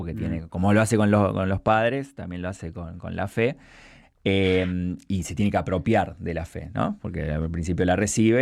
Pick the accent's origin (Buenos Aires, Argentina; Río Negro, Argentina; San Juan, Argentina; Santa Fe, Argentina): Buenos Aires, Argentina; Sí. Soy de acá de Capital.